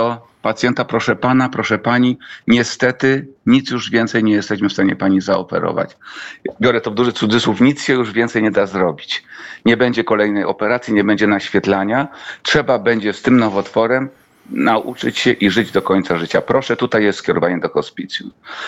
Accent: Kraków, Lesser Poland, Poland; also born or lived in Warsaw; jestem krakusem, można powiedzieć, z epizodem warszawskim, który był epizodem bardzo, bardzo ważnym w moim życiu.

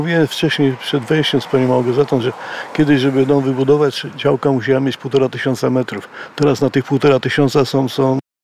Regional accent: Józefów, Masovian Voivodeship, Poland; born there; Urodziłem się w zielonym mieście

